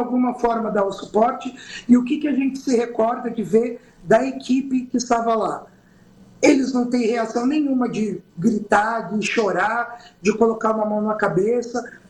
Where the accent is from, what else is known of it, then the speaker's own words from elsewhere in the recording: São Paulo, Brazil; Eu sou do litoral, aqui da Baixada.